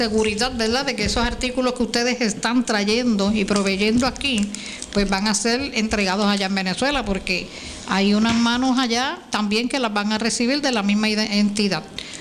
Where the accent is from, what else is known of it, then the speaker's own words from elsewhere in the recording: Puerto Rico; nosotros aquí en Puerto Rico